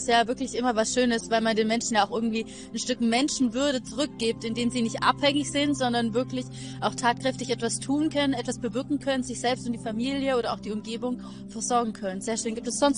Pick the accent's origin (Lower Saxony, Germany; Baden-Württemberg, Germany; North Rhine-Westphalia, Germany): Baden-Württemberg, Germany; Das ist cool, ich bin Schwabe, Mehrzweckbecher hört sich gut an.